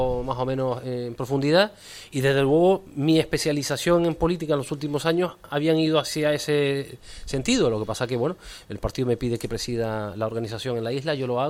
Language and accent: Spanish; Canary Islands, Spain